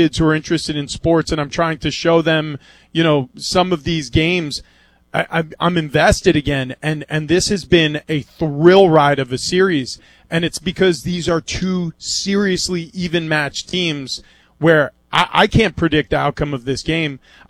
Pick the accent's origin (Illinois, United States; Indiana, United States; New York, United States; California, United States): New York, United States; I grew up in New York. I grew up a Knicks fan.